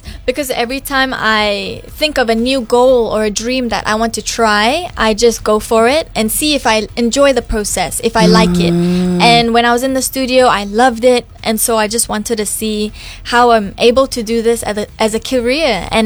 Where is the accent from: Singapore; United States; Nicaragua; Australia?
Singapore; Yes, so I'm a singer-songwriter mm-hmm. from Singapore.